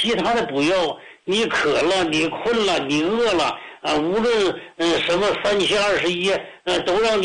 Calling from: Changchun, Jilin, China; 哎，我是长春的

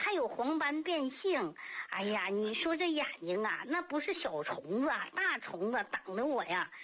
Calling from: Tangshan, Hebei, China; 我是唐山的，河北唐山的。

